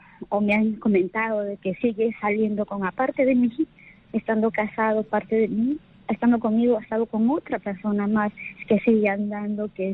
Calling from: Huacho, Lima, Peru; soy de Huacho.

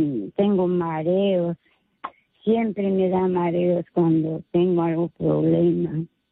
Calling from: Lima, Peru; llamo de Chorrillos.

